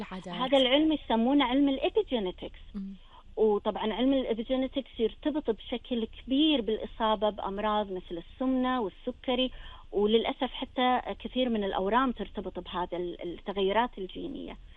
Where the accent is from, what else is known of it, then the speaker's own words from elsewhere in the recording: Kuwait; عندنا بالكويت